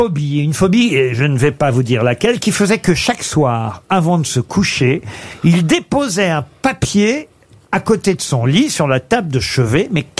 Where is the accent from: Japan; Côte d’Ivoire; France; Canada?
France; Normandy; moi je suis normand